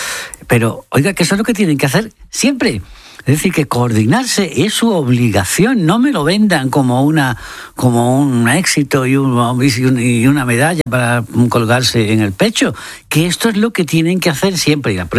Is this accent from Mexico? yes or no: no; Marchena, Andalusia, Spain; cuadros extraordinarios de las quemas de rastrojo en la Vega de Carmona y en el Viso y todo eso, aparte de mi pueblo, de Marchena, etcétera.